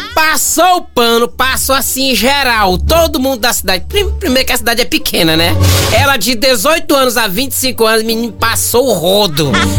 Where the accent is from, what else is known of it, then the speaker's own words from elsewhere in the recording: Northeast Brazil, Brazil; nós somos nordestinos